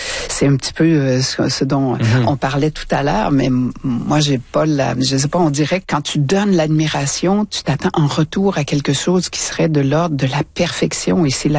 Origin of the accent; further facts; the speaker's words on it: Quebec City, Quebec, Canada; Et on est deux de Québec.